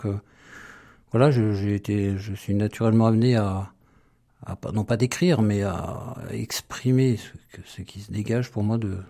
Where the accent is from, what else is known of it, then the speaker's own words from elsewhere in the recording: Grenoble, Auvergne-Rhône-Alpes, France; moi je suis de Grenoble